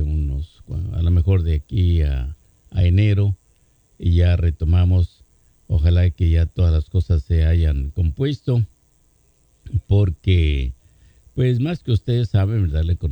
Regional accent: Durango, Mexico; moved away; estoy tratando de hacer una cabina de radio en Durango, ¿verdad? Para cuando yo viaje por allá a mi tierra

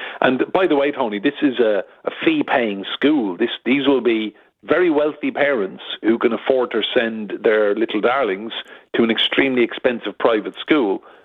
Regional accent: Enniscorthy, Leinster, Ireland; And his grandmother's actually from my hometown, Enniscorthy in County Wexford.

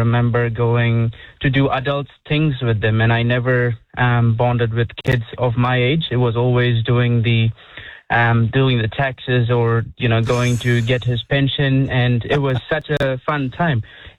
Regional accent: Dubai, United Arab Emirates; moved away as an adult; now in New Zealand; I'm from South India, but born and raised three generations in the Middle East, Dubai.

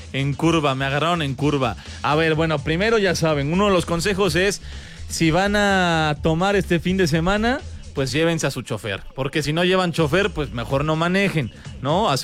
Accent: Torreón, Coahuila, Mexico; also born or lived in Querétaro; pero siendo queretano, yo nací aquí, después me fui a vivir a Torreón, tengo familia de Torreón, por eso le voy al Santos Laguna, crecí viendo los partidos del Santos.

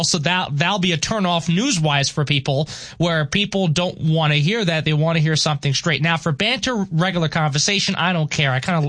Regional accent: New York, United States; accent: East Coast; certain words will come out pretty strongly with my East Coast accent.

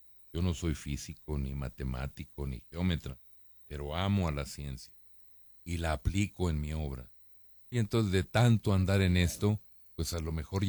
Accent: Chihuahua, Mexico; que yo también era chihuahuense

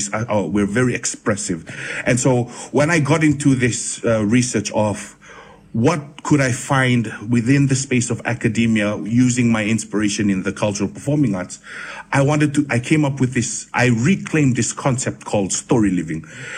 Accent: Fiji; You know, having been born and raised in Fiji, I always yearned for a connection to Rotuma, and I always needed that sort of grounding of who I was as a Rotuman navigating myself in the world.

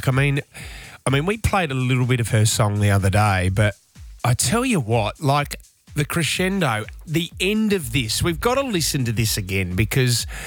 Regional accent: Adelaide, South Australia, Australia; Growing up in Adelaide

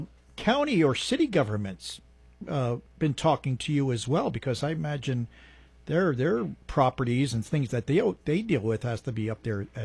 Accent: Jersey City, New Jersey, United States; This is like the Jersey part of me because I'm originally from Jersey City.

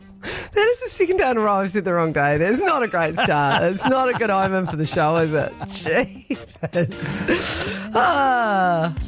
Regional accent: Methven, Canterbury, New Zealand; I was born in Methven. Well, not born there, but I was raised in Methven, which is not quite the south

